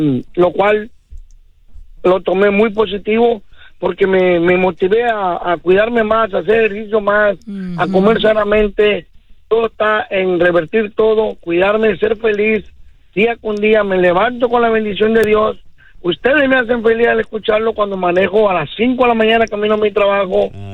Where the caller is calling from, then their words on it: Houston, Texas, United States; Llamo desde Houston, Texas.